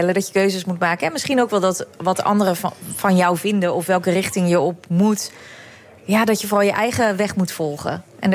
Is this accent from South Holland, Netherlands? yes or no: yes; The Hague, South Holland, Netherlands; Ik ben oorspronkelijk een Hagenees, maar ondertussen ben ik een Hagenaar.